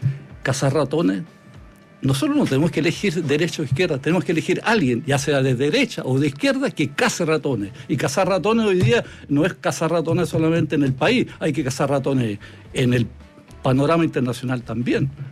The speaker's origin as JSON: {"language": "Spanish", "country": "Chile", "said": "Por eso yo digo que soy chileno, yo digo más chileno que ruso"}